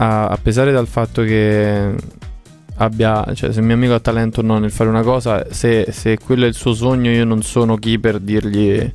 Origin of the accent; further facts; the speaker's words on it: Fiano Romano, Lazio, Italy; moved away; nel mio paesino a Roma, cioè a Fiano Romano